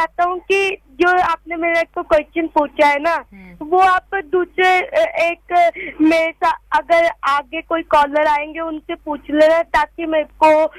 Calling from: Mohali, Punjab, India; सुहाना मोहाली पंजाब से

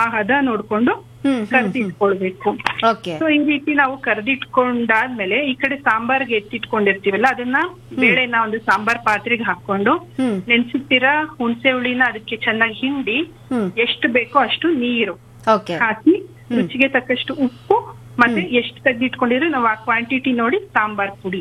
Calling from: Tumakuru, Karnataka, India

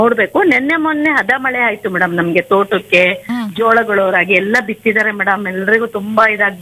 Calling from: Karnataka, India; ನೇರ್ಲಗುಂಡೆಯಿಂದ

